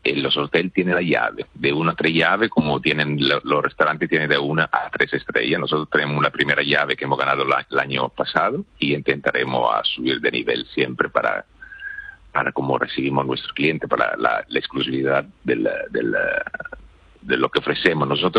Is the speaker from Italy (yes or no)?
yes; Italy; Spanish is a second language